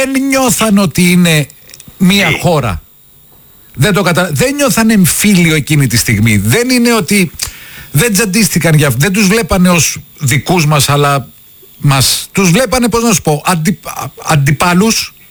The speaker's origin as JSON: {"language": "Greek", "town": "Athens", "region": "Attica", "country": "Greece", "said": "Εγώ Αθηναίος δηλώνω βέβαια"}